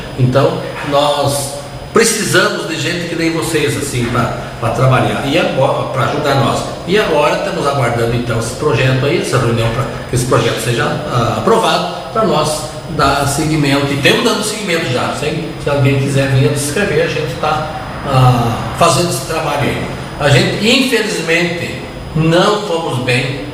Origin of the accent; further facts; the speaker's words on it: Brazil; nós somos do Brasil